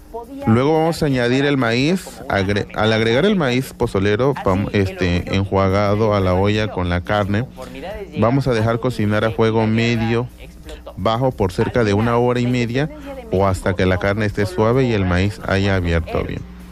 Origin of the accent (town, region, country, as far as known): Mexico